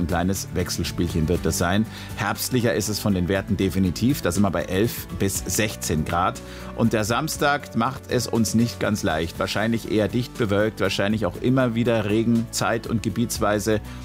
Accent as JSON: {"language": "German", "region": "Bavaria", "country": "Germany", "said": "für mich als Mittelfranke zum Beispiel ist das nichts Neues. Ich bin groß geworden mit Puma. Und Adidas."}